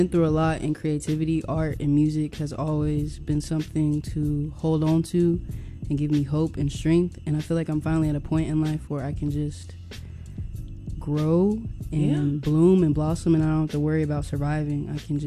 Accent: Memphis, Tennessee, United States; I'm from Memphis, Tennessee.

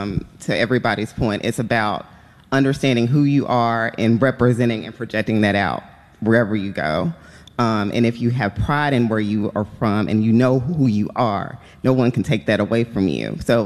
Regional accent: Memphis, Tennessee, United States

